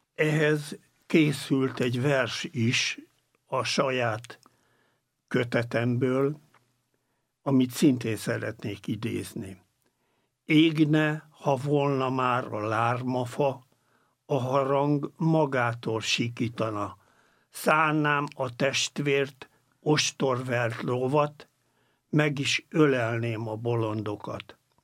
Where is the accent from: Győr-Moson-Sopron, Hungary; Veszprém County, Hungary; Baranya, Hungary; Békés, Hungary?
Győr-Moson-Sopron, Hungary; Pannonhalma; Amikor Pannonhalmán nevelkedtem, ott nagyon tehetségesnek tartottak